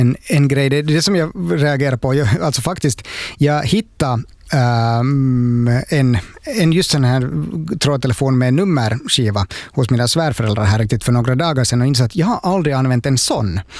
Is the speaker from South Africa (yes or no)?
no; Ostrobothnia, Finland; när jag var ung i Österbotten